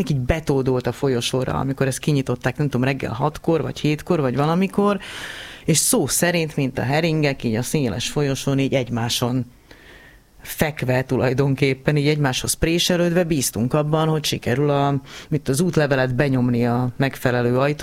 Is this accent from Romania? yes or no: no; Slovakia; moved away; also born or lived in Prague; Szlovák állampolgárként kötelező volt, Prágában tanultunk, meg éltünk